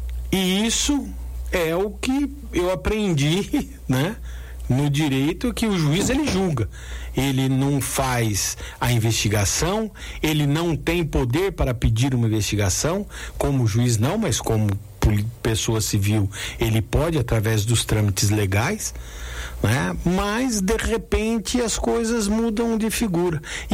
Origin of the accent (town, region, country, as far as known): Brazil